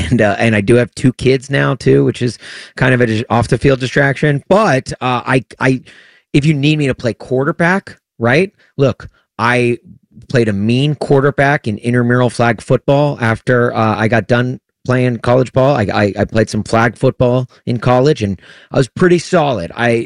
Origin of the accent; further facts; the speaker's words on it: Tennessee, United States; If my hometown team, the Tennessee Titans, we know you need all the help you can get. And I'm here to do it, baby. Sign the hometown kid.